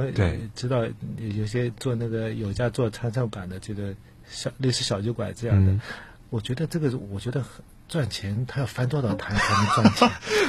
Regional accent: Shanghai, China; 我们上海人其实也应该

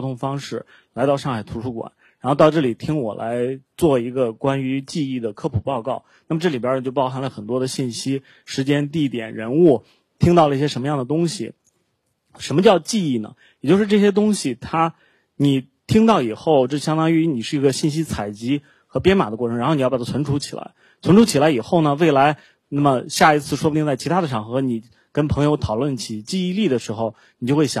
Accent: China; moved away as an adult; also born or lived in United States; 我们作为中国人

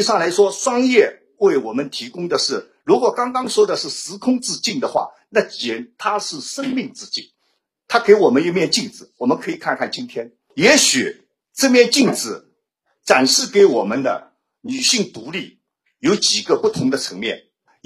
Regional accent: Shanghai, China; 如果这一切变化在我们上海在大陆这边是一个缓慢的过程

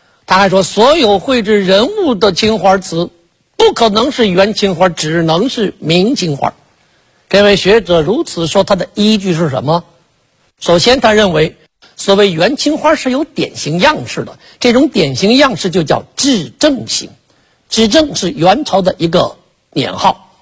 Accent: China

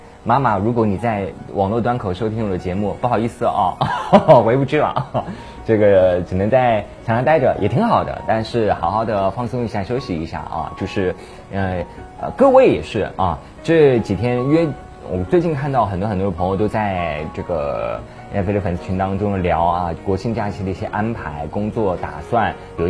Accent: Sichuan, China; moved away; 回四川老家

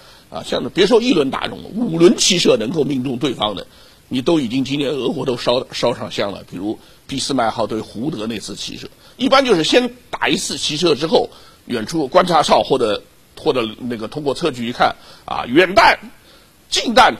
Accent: Shanghai, China; 我们上海话叫火头绑踢湖北

